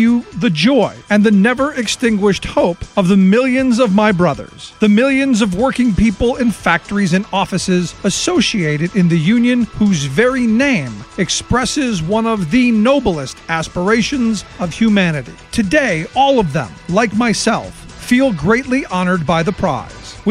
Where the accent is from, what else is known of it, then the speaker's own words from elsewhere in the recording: Cleveland, Ohio, United States; I grew up in Cleveland, Phil.